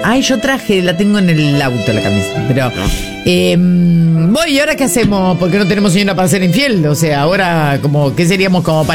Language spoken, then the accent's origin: Spanish; Córdoba, Argentina